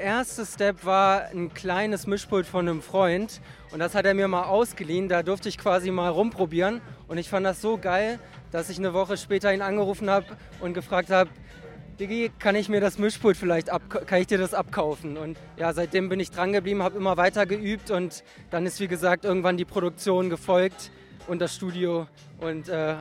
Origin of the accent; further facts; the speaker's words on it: Hamburg, Germany; also born or lived in England; 27 Jahre aus Hamburg